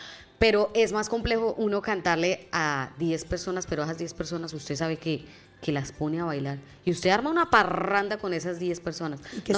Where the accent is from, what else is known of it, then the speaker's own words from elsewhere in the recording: Boyacá, Colombia; yo cuando vengo al llano y me voy nuevamente para Boyacá